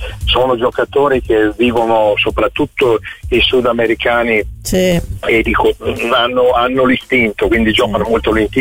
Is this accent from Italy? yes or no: yes; Tuscany, Italy; io credo che però noi toscani, io sono toscano un po' bastardo perché sono sulla linea tra Carrara, però ecco, quindi i toscani sono molto facili a innamorarsi